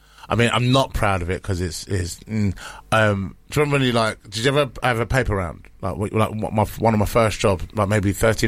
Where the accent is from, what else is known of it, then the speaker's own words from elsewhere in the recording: Enfield, London, United Kingdom; I grew up we were in Enfield so we're up the road but whereas Tottenham was mixed back in the day Enfield wasn't mixed